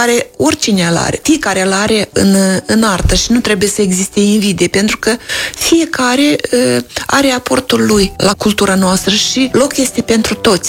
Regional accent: Orhei, Orhei District, Moldova; știți că și eu sunt din Orhei

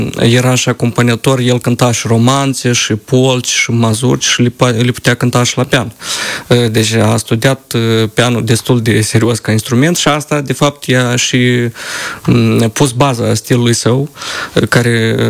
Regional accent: Călărași, Călărași District, Moldova; a fost chiar în orașul de unde sunt eu, din Baștină, din Călăraș.

